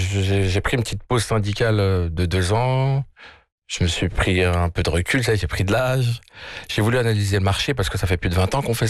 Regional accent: France; moved away as an adult; now in Morocco; je suis originaire de France, j'ai grandi et né en France

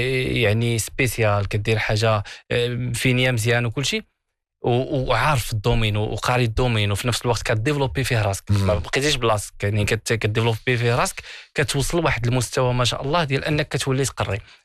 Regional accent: Tafraout, Souss-Massa, Morocco; انا تفراوت.

